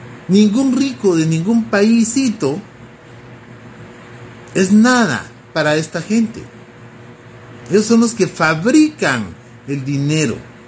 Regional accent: Guatemala

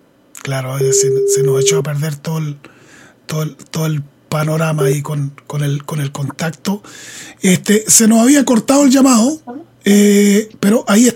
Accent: Futaleufú, Los Lagos, Chile; moved away; siendo nativo de allá también, porque yo nací allá en Futaleufú

